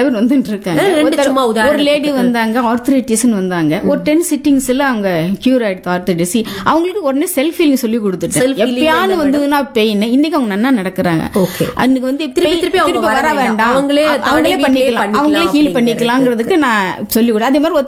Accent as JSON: {"language": "Tamil", "region": "Tamil Nadu", "country": "India", "tie": "born there", "moved": "yes", "said": "நான் வந்து தமிழ்நாடு பொண்ணு, ஆக்சுவலி தமிழ்நாட்டில் தானே நாங்கள் பிறந்தோம்"}